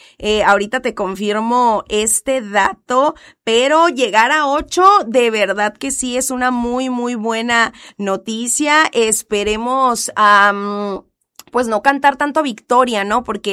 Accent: Mexico

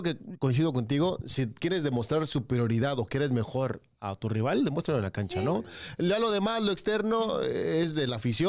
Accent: Mexico; nosotros como mexicanos

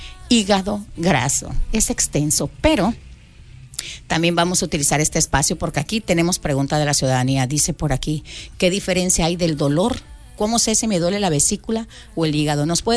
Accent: Mexico

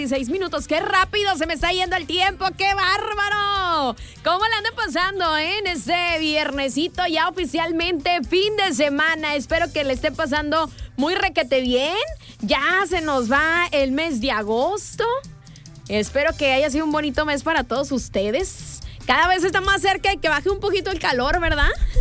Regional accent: Mexico

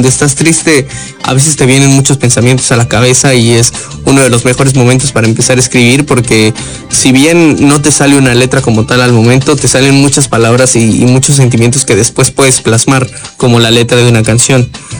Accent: Chiapas, Mexico; decir con todo el orgullo que le tengo a mis lados, a mi estado, soy de Chiapas.

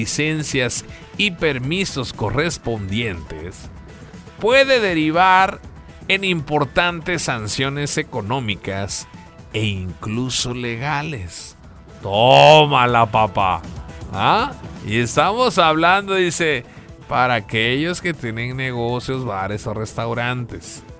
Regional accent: Mexico; como mexicanos, es disfrutar del mundial cuando es en otros países, ¿no?

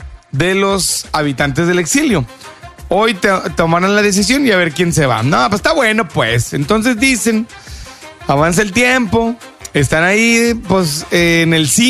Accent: Monterrey, Nuevo León, Mexico; Así somos los regios.

